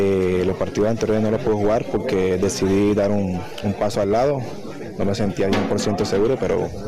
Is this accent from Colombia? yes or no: yes; Cúcuta, Norte de Santander, Colombia; moved away; Feliz de estar por acá en mi tierra otra vez.